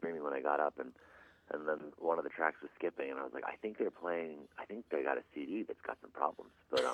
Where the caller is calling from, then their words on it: Marin, California, United States; I'm calling in from Marin, California right now.